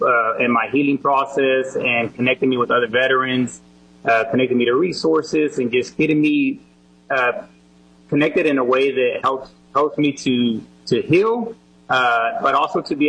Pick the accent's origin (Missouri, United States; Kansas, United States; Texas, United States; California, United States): Texas, United States; Fort Worth; At the age of two, we moved to Texas, and I was raised there in Fort Worth.